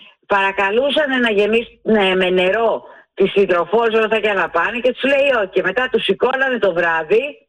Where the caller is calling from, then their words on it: Eastern Macedonia and Thrace, Greece; Από εκεί είμαι, από τον Εύρο είμαι.